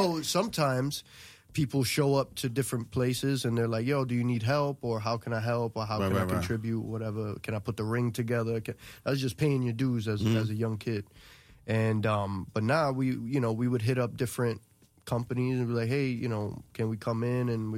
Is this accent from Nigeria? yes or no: no; New York, United States; we're from New York. We got a different slang, right?